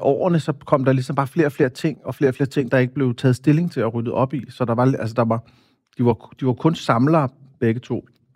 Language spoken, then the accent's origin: Danish; Copenhagen, Capital Region of Denmark, Denmark; Jeg voksede op på Amagerbrogade på den specielle måde, at vi havde en lejlighed i stuen med en antikvitetsbutik foran.